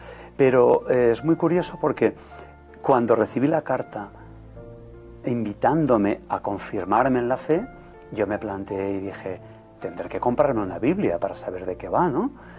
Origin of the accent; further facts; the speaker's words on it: Fraga, Aragon, Spain; born there; yo nací en Fraga, provincia de Huesca, en un pueblo de Buenafruta.